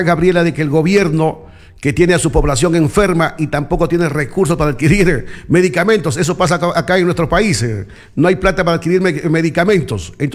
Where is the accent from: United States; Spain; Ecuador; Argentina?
Ecuador; Loja; acá en Ecuador y en Loja, mi tierra linda